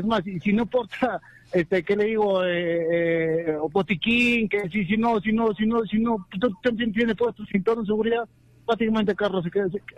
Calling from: Juliaca, Puno, Peru

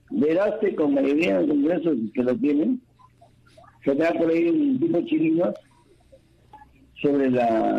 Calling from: Trujillo, La Libertad, Peru; buenos días desde Trujillo.

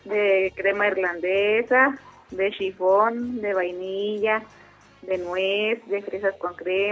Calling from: Mexico; De la colonia Obrera.

